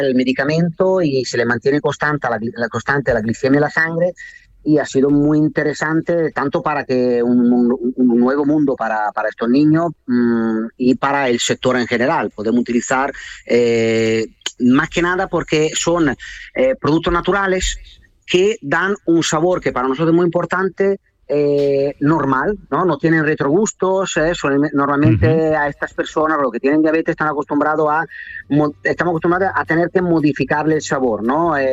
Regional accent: Italy; Spanish is a second language; now in Cádiz, Spain; es verdad que yo soy italiano, pero llevo ya muchos años, sobre todo con la heladería aquí.

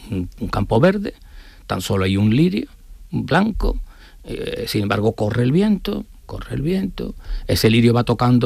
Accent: Hinojos, Andalusia, Spain; Hinojo es un pueblo muy pequeño. Entonces, ya sabéis que lindamos con Almonte en el arroyo del Anjolí o en Caño Marín, según se entienda

